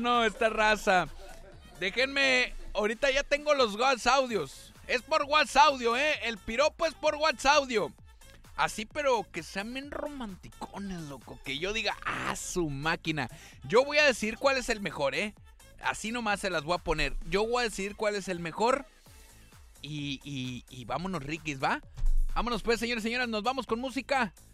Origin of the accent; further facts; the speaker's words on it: Mexico; somos mexicanos y es todo el mes, ¿no? Todo el mes somos mexicanos y todo el año.